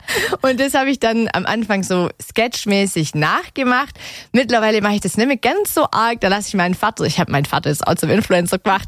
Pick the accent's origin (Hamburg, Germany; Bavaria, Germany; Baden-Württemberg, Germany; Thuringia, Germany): Baden-Württemberg, Germany; Nürtingen; ich komme gebürtig aus Nürtingen, wohne da auch immer noch.